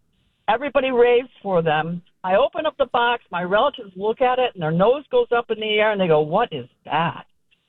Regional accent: Ohio, United States; now in Rhode Island, United States; I am originally from Ohio.

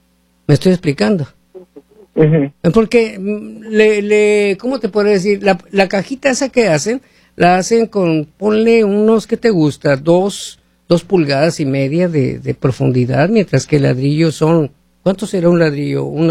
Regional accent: United States; para nosotros como pueblo estadounidense

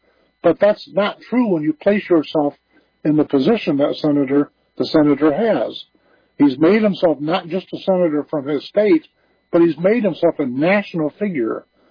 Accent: Pontiac, Michigan, United States; In my era, 60s, 70s, growing up, I came up from the Pontiac, Michigan area

